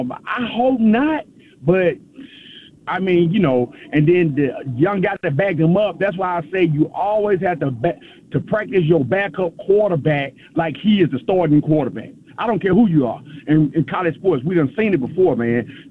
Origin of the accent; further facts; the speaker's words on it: Louisville, Mississippi, United States; Andy Kennedy, yeah, he from my hometown.